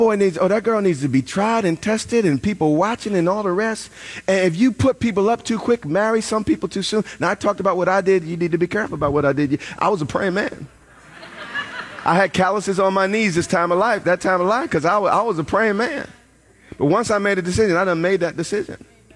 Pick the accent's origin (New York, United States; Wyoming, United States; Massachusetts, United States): New York, United States; I'm from New York. What am I doing?